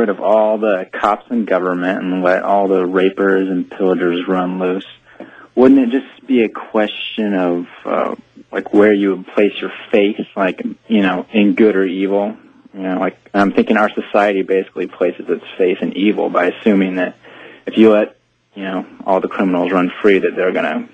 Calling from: Seattle, Washington, United States

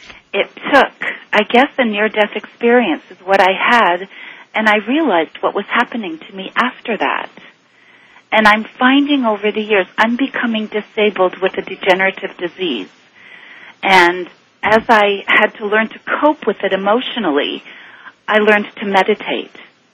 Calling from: Toronto, Ontario, Canada; I'm calling from Toronto. I'm listening on 640 Mojo.

